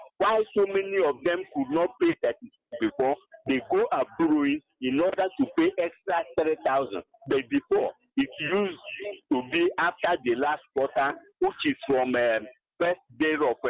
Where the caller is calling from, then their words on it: Enugu, Enugu State, Nigeria; I'm calling from Enugu.